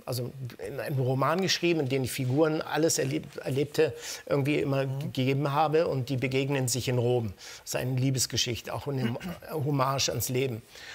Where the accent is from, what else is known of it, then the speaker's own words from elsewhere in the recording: Lugano, Ticino, Switzerland; moved away; wir sind ja aus Lugano, aus dem Ticino